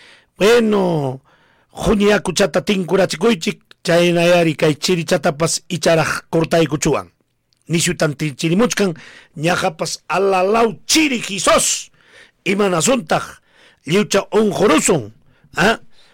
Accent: Peru

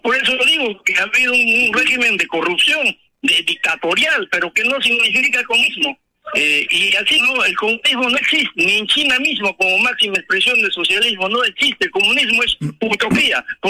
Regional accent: Coracora, Ayacucho, Peru; now in Lima, Peru; añoro a mi tierra Coracora, pero imaginariamente me transporto y a veces de gusto en Lima.

